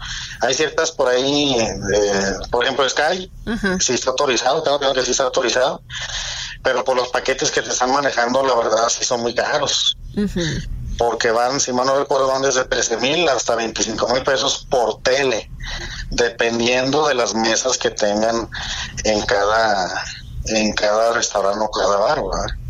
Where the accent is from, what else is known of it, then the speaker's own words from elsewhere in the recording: Mexico; en lo general somos mexicanos